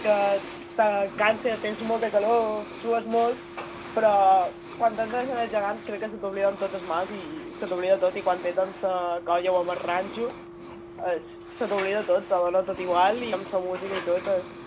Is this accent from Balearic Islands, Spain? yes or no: yes; Ferreries, Balearic Islands, Spain; Jo soc de Ferreries